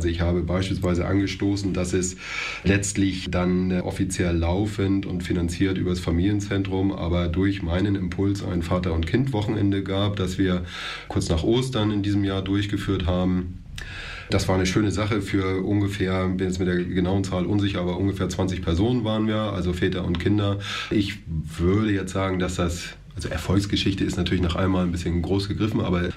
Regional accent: Flensburg, Schleswig-Holstein, Germany; moved away as an adult; now in Roßdorf, Germany; Ich bin seit knapp 5 Jahren Roßdorfer. Ich komme ursprünglich aus Flensburg.

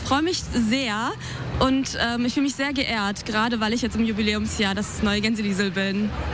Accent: Hamburg, Germany; moved away as an adult; now in Göttingen, Germany; ich bin hergekommen, um zu studieren. Ich komme aus Hamburg ursprünglich und mag es hier sehr gerne. Also ich bin vor ein paar Jahren, sage ich jetzt mal, nach Göttingen gekommen, um hier zu studieren

